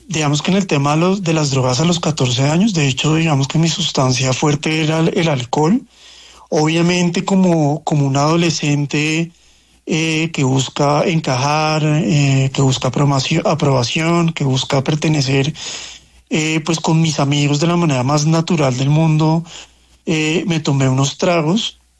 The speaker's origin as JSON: {"language": "Spanish", "region": "Bogotá", "country": "Colombia"}